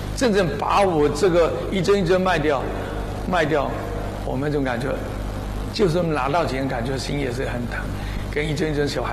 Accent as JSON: {"language": "Chinese", "country": "China", "tie": "born or raised there", "said": "到了86年以后，我们后来自己回来到我们建平来"}